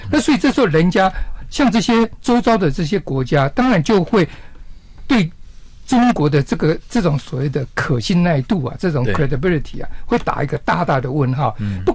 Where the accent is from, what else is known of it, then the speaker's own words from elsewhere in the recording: Taiwan; 比如说我们台湾这边发生个水灾